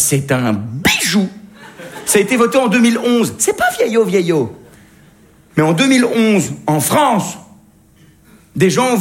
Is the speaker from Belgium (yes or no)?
yes; Belgium; Je viens de Belgique.